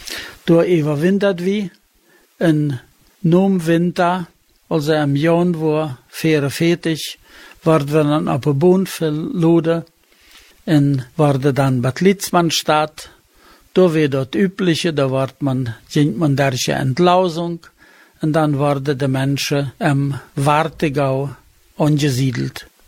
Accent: Pyatykhatky, Dnipropetrovsk Oblast, Ukraine; Ich bin Pietschichatka in der Ukraine geboren. Sie dort abgewachsen und habe dort gelebt bei der deutschen Truppe.

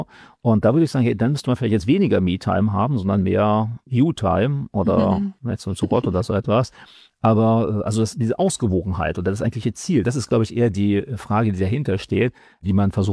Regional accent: Germany; Und manchmal habe ich sogar den Eindruck, dass wir so als Deutsche da so ein bisschen sogar stärker das haben.

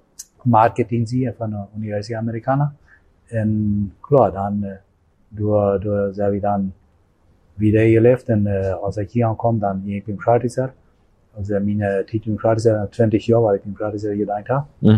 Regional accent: Paraguay; now in Asunción, Paraguay; ich komme hier von Greino.

